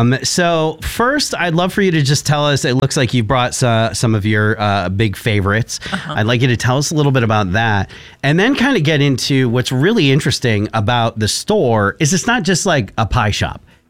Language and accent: English; Connecticut, United States; now in New Hampshire, United States; a station I grew up in Connecticut, Radio 104 in Hartford